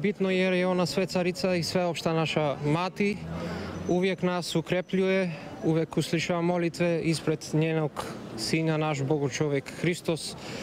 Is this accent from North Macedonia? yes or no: yes; Prilep, Pelagonia, North Macedonia; Iz Prilepa.